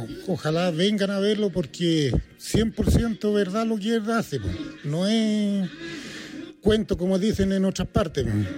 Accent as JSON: {"language": "Spanish", "town": "Curicó", "region": "Maule", "country": "Chile"}